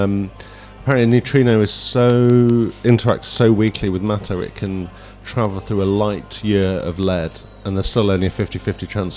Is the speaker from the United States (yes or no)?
no; United Kingdom; now in Vancouver, Canada; I'm a British audio producer and musician based in Vancouver, Canada.